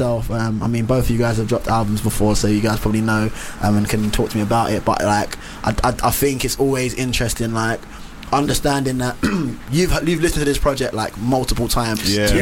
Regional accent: Newham, London, United Kingdom; I grew up in East, in Newham

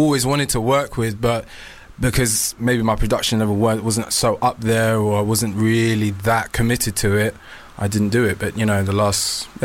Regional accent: London, United Kingdom; Yeah, I grew up in West London.

